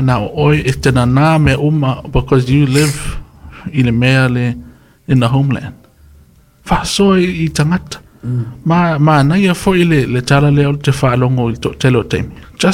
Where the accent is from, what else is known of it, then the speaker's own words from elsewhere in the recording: Samoa; also born or lived in New Zealand; because that's where I'm from. I'm from Samoa, so, and I'm born in New Zealand.